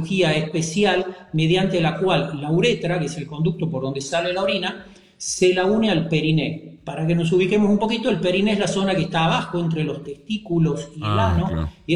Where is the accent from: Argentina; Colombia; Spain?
Argentina; Tucumán; sobre todo acá en el norte de la República Argentina, por ahí. Me traicionó un poquito la tonada, soy de Tucumán.